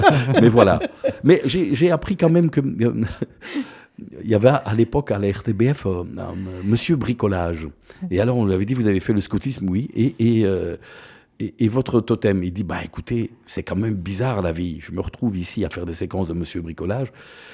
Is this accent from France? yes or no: no; Marloie, Wallonia, Belgium; mais à Marloie précisément, ma terre natale, le cercle paroissial s'appelait l'Oasis.